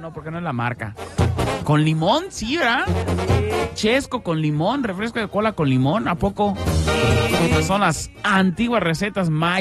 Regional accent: Argentina; now in Mexico; porque yo también soy de Argentina, vino aquí en México a vivir un poquito

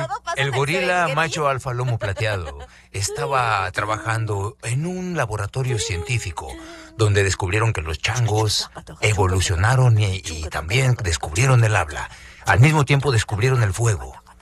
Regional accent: Mexico; Soy mexicano, güey

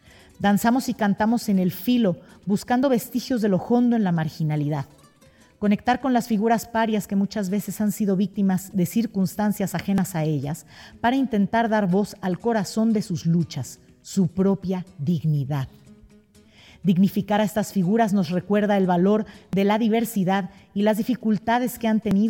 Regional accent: Mexico City, Mexico; Adrián y yo somos de la Ciudad de México.

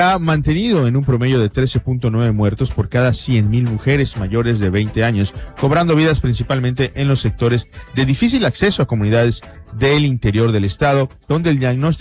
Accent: Mexico; al menos como mexicanos tenemos a veces un poco de desidia

